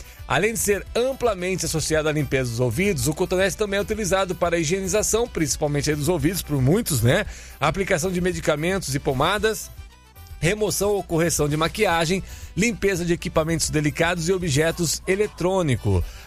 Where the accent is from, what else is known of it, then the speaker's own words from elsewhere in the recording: Araras, São Paulo, Brazil; lá de Araras, a minha terra natal, né? Cidade interior aqui de São Paulo